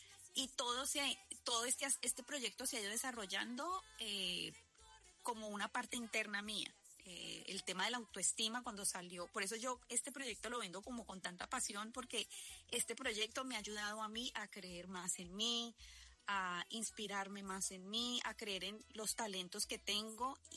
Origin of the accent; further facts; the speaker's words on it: Cali, Valle del Cauca, Colombia; Yo soy de Cali